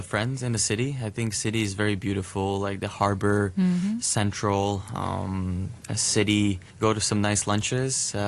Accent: Latvia; because I talk with like people from my home country, and I say, hey, this is so much different.

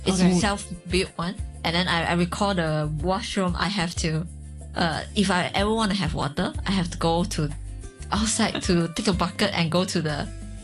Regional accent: Puchong, Selangor, Malaysia; In the places that I grew up in Puchong, it's much more modern village. It wouldn't be a village, it's a city.

